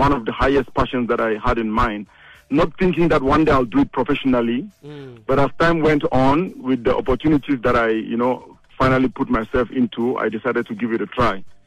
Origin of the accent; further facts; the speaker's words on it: Cameroon; English is a second language; You know, like you rarely know, I'm from Cameroon.